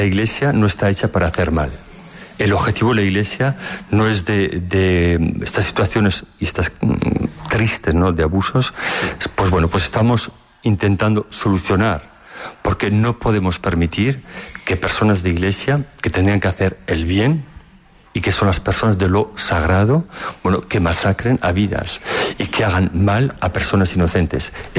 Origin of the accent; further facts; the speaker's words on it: Navarre, Spain; moved away as an adult; now in Corsica, France; Yo soy nacido aquí y yo vivo en Francia.